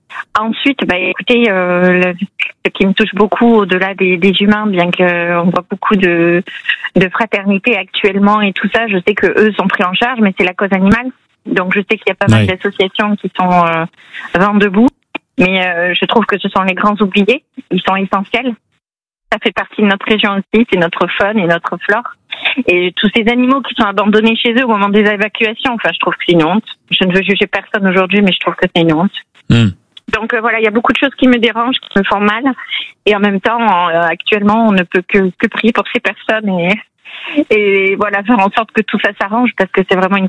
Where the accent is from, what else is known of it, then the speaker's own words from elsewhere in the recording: Pau, Nouvelle-Aquitaine, France; moi je suis de Pau et actuellement je suis au Pays Basque